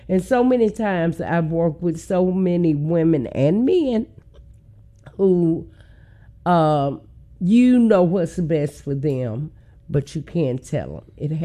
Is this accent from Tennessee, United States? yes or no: yes; Memphis, Tennessee, United States; Now, I grew up in South Memphis.